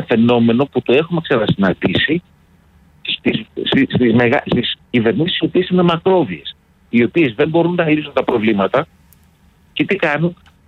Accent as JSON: {"language": "Greek", "town": "Patras", "region": "Western Greece", "country": "Greece", "moved": "yes", "lives_now": "Athens, Greece", "said": "Εδώ. Πάτρα."}